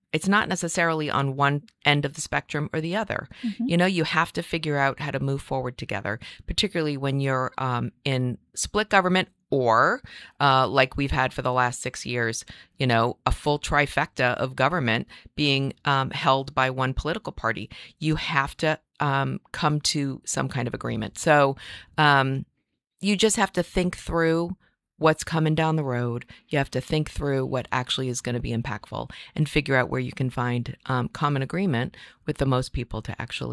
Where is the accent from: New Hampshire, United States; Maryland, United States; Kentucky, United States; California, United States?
New Hampshire, United States; Nashua; I grew up in Nashua. I was lucky enough, my husband and I, when we were looking for a place to raise our family, I found a house three houses away from where I grew up.